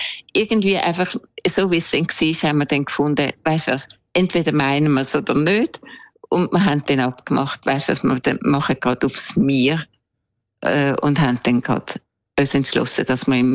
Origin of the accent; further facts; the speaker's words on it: Switzerland; moved away; Und beim ersten habe ich so ein bisschen meine Jugend in der Schweiz beschrieben.